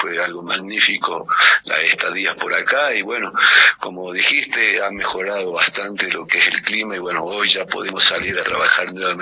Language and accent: Spanish; Humahuaca, Jujuy, Argentina; Me he criado desde chico en el taller y aún todavía estamos ahí con el taller familiar. Soy de Humahuaca, realicé mis estudios secundarios en la escuela normal